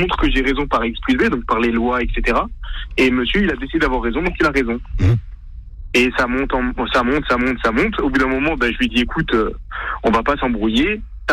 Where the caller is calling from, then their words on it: Toulon, Provence-Alpes-Côte d'Azur, France; je suis à Toulon